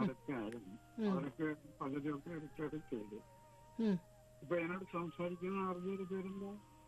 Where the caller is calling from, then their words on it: Maradu, Kerala, India; മരടിന്ന്.